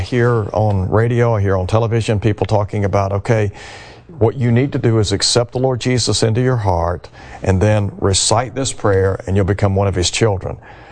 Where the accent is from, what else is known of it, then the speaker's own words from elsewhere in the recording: Chattanooga, Tennessee, United States; my hometown, Chattanooga.